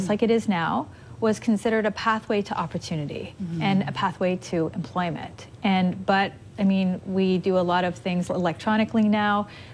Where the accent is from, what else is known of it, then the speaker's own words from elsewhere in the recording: Ottawa, Ontario, Canada; Ottawa is my hometown, born and raised.